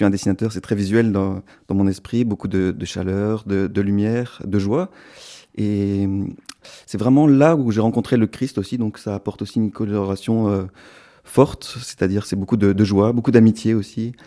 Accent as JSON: {"language": "French", "town": "Lille", "region": "Hauts-de-France", "country": "France", "tie": "born or raised there", "also_born_or_lived": "Lyon / Provence", "said": "Alors j'ai grandi au tout départ à Lille, donc dans le nord de la France. Mes parents sont ch'tis."}